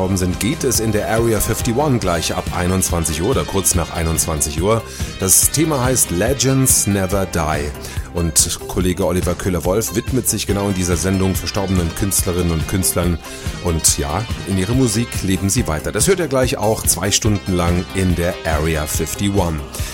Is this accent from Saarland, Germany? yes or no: yes; Saarland, Germany; wir drücken natürlich als Saarländer